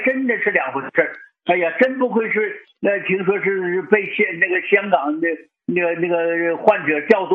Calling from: Zhengzhou, Henan, China; 郑州的。

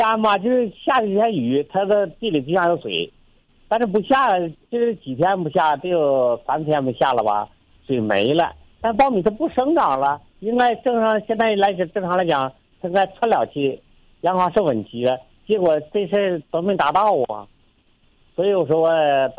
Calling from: Nong'an, Jilin, China; 我们是农安县抚泉镇苏南村的。

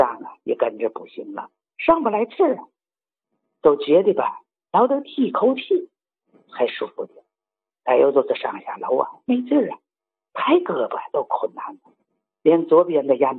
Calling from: Tianjin, China; 我是啊天津大港的新朋友，

